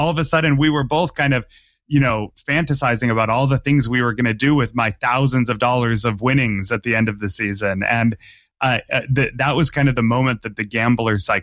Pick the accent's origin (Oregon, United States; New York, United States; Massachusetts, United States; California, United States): Massachusetts, United States; born or raised there